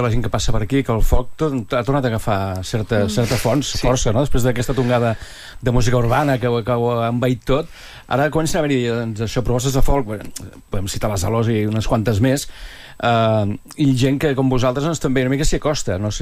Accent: Matadepera, Catalonia, Spain; al Vallès. Jo sóc de Matadepera

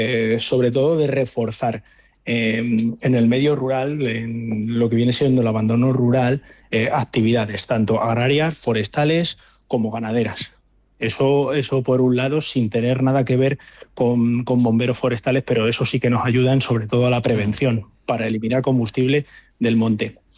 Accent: Ávila, Castile and León, Spain; ahora en mi tierra, en Ávila

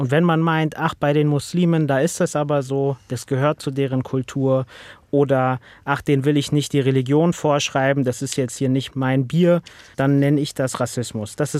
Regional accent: Berlin, Germany; Und das sage ich als Berliner in Hamburg.

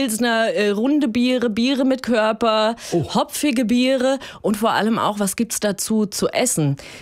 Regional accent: Hesse, Germany; accent: Vogelsberg dialect (Vogelsberger Platt); first language Vogelsberger Platt; German is a second language; Ich komme ja aus dem Schiene Vogelsbällchen. Bei Isto so schwatzt man Vogelsbällchen platt.

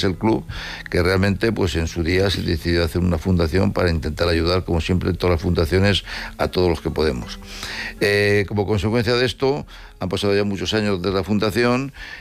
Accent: Madrid, Community of Madrid, Spain; la verdad que yo soy de Madrid

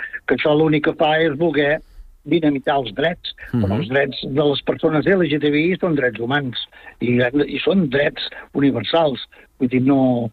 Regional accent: Vic, Catalonia, Spain; Jo sí, jo sóc de Vic.

